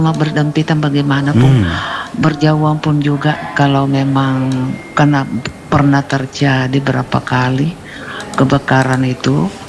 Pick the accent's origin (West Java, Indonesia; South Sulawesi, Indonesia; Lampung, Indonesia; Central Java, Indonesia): South Sulawesi, Indonesia; Maros; Paling parah memang di kampungku di Maros juga.